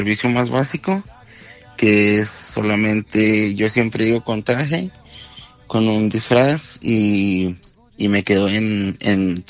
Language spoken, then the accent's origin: Spanish; Ciudad Juárez, Chihuahua, Mexico; De Ciudad Juárez, Chihuahua.